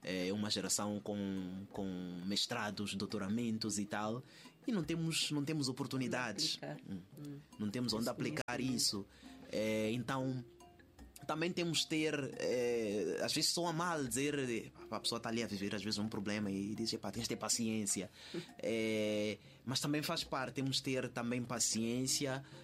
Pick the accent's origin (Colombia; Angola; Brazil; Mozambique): Mozambique; Maputo, Maputo City; now in Portugal; Eu nasci em Maputo, cresci entre os bairros Ndavela, Zona Verde, T3. Ali é a minha malta, é o meu chão. E pronto, e dali voei